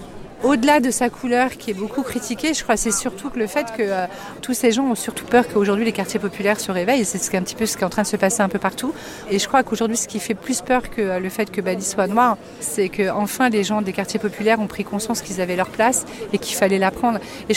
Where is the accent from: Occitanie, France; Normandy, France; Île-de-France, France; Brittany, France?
Île-de-France, France; Saint-Denis; Je suis née à Saint-Denis et j'y habite depuis 55 ans. Je suis dionysienne depuis toujours